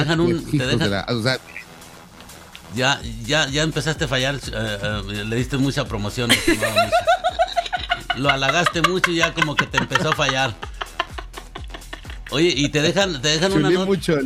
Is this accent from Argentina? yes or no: no; Mexico; now in Grand Rapids, United States; ya sabes cómo somos los mexicanos